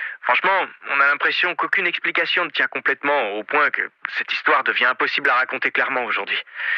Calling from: Bouillon, Wallonia, Belgium; je vous appelle depuis Bouillon.

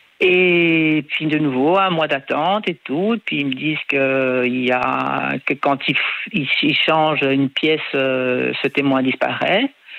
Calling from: Jette, Brussels-Capital Region, Belgium; J'habite à Jette, oui.

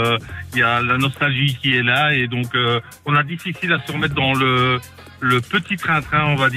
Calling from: Ottignies-Louvain-la-Neuve, Wallonia, Belgium

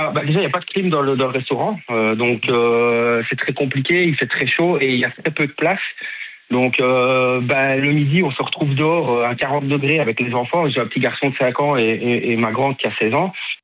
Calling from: Rendeux, Wallonia, Belgium; Je viens de Randeux.

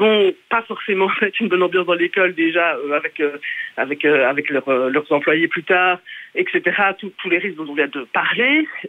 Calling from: Villers-la-Ville, Wallonia, Belgium; moi je viens de Villers-la-Ville et j'enseigne à Bruxelles

